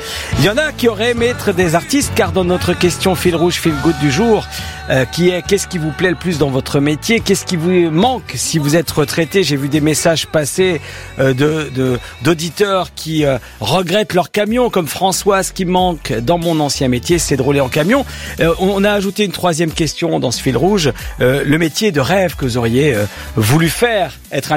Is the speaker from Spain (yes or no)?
yes; Spain; French is a second language; Temperature, oui, je suis espagnol, en dessous de 20 degrés, c'est formidable.